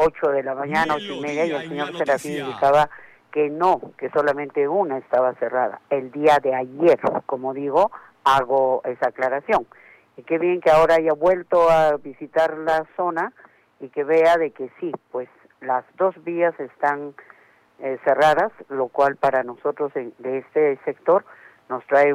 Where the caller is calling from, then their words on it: Arequipa, Peru; soy una vecina de José Luis Bustamante Rivero